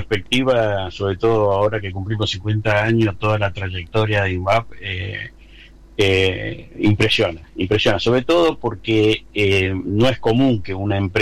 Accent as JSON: {"language": "Spanish", "region": "Córdoba", "country": "Argentina", "tie": "born or raised there", "also_born_or_lived": "Buenos Aires", "said": "Si bien nací en Capital Federal, pero de muy chico me vine con mi familia, con mis padres, acá a Córdoba, así que toda mi educación la hice acá, y me recibí también en la Universidad de Córdoba, en la FAMAF."}